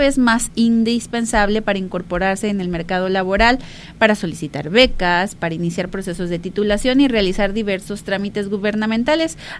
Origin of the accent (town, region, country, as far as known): Mexico